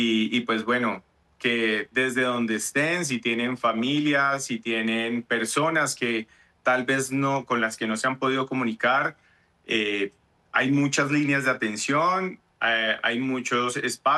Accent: Cali, Valle del Cauca, Colombia; como caleños nos hemos solidarizado mucho

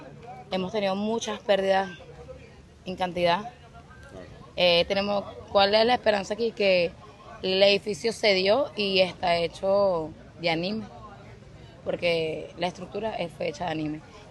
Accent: Caracas, Capital District, Venezuela; Yo no soy de aquí, yo soy de Caracas.

